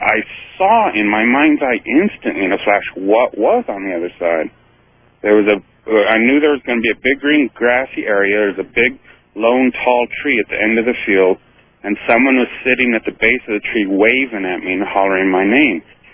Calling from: Denver, Colorado, United States; I'm calling from Colorado, from Denver.

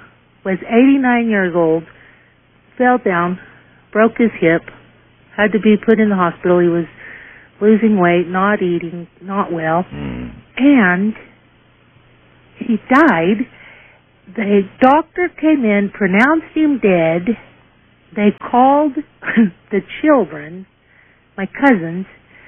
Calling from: Roswell, New Mexico, United States; I'm calling from Roswell, New Mexico.

